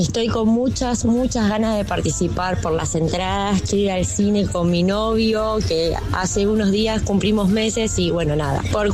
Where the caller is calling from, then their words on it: Villa Madero, Buenos Aires Province, Argentina; de Villa Madero.